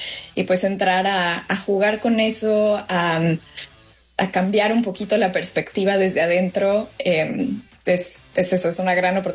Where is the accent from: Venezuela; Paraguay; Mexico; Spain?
Mexico; pero para mí llego muy bien parada como mexicana a este género, porque digo, bueno, nosotros somos los reyes de esto, ¿no?